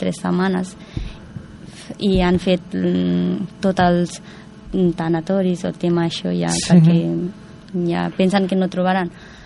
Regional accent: Nepal; moved away

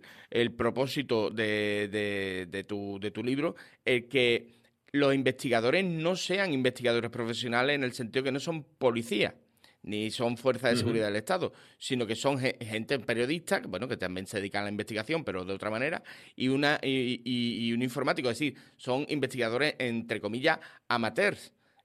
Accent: Cádiz, Andalusia, Spain; yo me he criado en la Barriada de la Paz

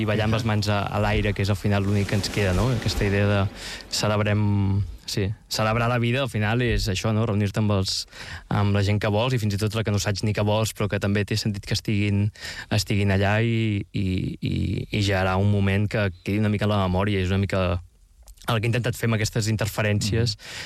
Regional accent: Mataró, Catalonia, Spain; Jo vinc de Mataró.

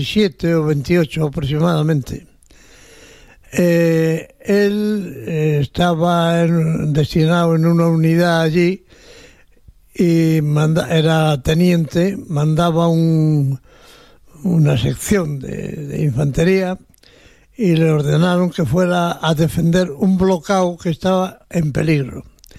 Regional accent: Vigo, Galicia, Spain; born there; Efectivamente, yo nací en Vigo porque mis padres y familia mayor eran de Zaragoza. Pero por cuestiones del ejército, mi padre lo destinaron a Vigo y allí pues me aproveché yo y nací allí.

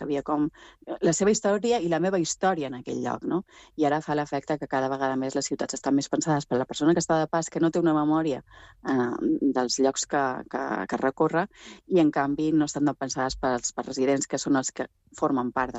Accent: Balearic Islands, Spain; jo venc de Mallorca, tota la meva vida ens han dit que nosaltres vivim del turisme, que sense el turisme érem pobres

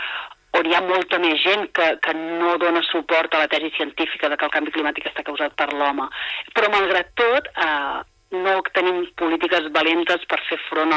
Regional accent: Mataró, Catalonia, Spain; jo que soc de Mataró.

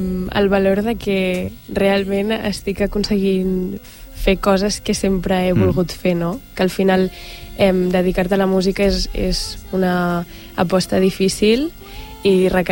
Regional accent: Begues, Catalonia, Spain; now in Sant Boi de Llobregat, Spain; jo sóc de Begues i ara visc aquí a Sant Boi

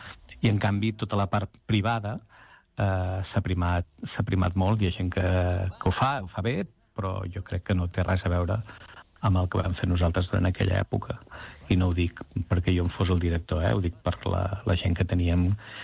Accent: Badalona, Catalonia, Spain; now in Girona area, Spain; De fet, allà on vaig, dic que sóc de Badalona

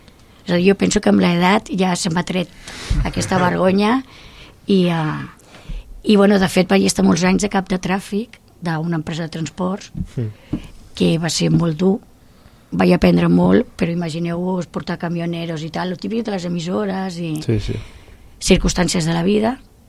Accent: El Prat de Llobregat, Catalonia, Spain; born there; Jo sóc nascuda al Prat de Llobregat.

